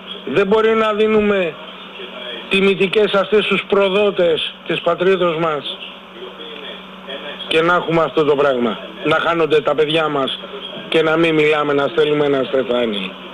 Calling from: Greece

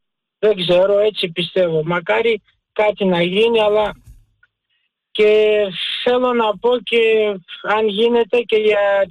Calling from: Greece; πάνω απ' όλα είμαστε Έλληνες

